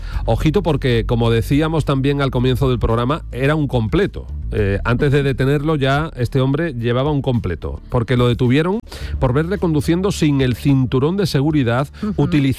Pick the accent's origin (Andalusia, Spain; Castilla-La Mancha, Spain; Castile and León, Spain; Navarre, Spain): Andalusia, Spain; Jerez de la Frontera; especialmente el vinagre de Jerez, que es un yo tengo que presumir del de mi tierra, ¿eh?